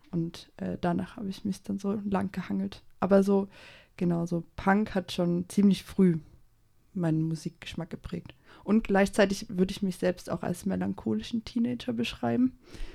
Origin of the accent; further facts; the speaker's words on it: Saxony, Germany; im sächsischen Umland aufgewachsen. Ja. Was soll man dazu sagen? relativ unspannend, eine kleine Vorstadt, sehr industriell geprägt, DDR geprägt.